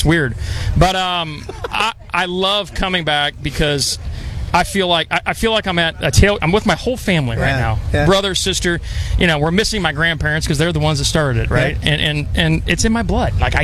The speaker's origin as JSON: {"language": "English", "town": "Iowa City", "region": "Iowa", "country": "United States", "tie": "born there", "also_born_or_lived": "Quad Cities", "said": "No, I was born in Iowa City."}